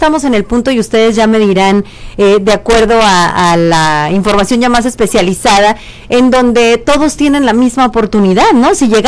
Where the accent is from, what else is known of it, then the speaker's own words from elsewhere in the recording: Mexico; esa mentalidad que tenemos los mexicanos